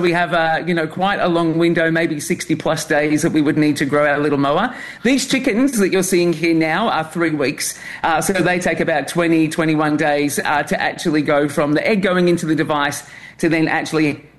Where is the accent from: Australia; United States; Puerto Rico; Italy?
Australia; the Tasmanian tiger is another one from my home country of Australia that we're working on.